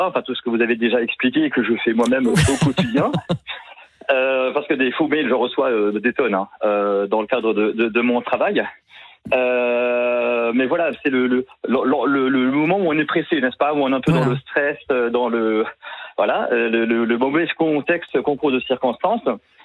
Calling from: Valenciennes, Hauts-de-France, France; Je vous appelle du Nord, de Valenciennes exactement.

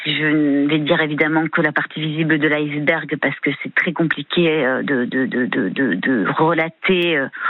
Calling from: Toulon, Provence-Alpes-Côte d'Azur, France; Il fait bon encore chez nous à Toulon, voilà.

